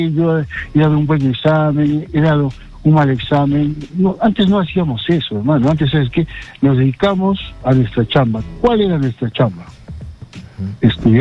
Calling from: Arequipa, Peru; De Arequipa les saludo.

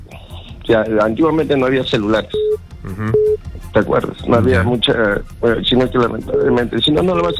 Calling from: Lima, Peru; de Barranco.

